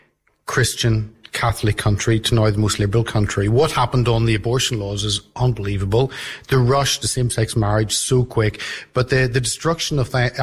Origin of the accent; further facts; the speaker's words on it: Northern Ireland, United Kingdom; also born or lived in Dublin, Ireland / Limerick, Ireland; now in London, United Kingdom; I grew up in Northern Ireland, also grew up in the Republic in Dublin and Limerick.